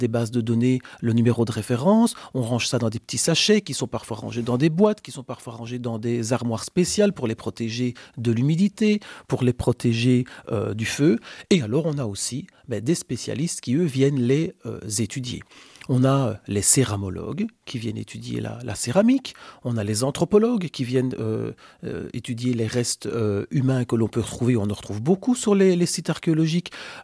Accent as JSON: {"language": "French", "region": "Wallonia", "country": "Belgium", "said": "Il est chez nous en Wallonie et ça, c'est assez cool de le dire"}